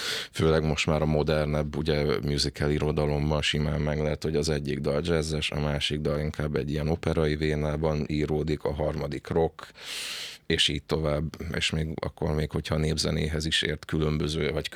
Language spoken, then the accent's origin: Hungarian; Cluj-Napoca, Cluj County, Romania; kolozsvári származású vagyok, ott is kezdtem el az iskolát